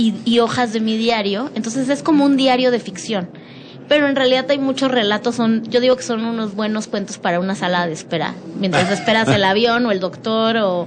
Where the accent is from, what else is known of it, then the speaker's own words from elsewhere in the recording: Tampico, Tamaulipas, Mexico; Somos de Tampico. Mi mamá fue de Tampico, mi papá de Tampico y yo de Tampico